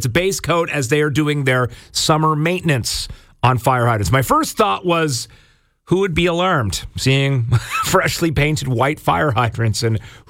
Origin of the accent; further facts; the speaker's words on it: Nova Scotia, Canada; now in Barrie, Canada; I grew up in a town, small town Nova Scotia, that had students paint the fire hydrants different colors and characters every year.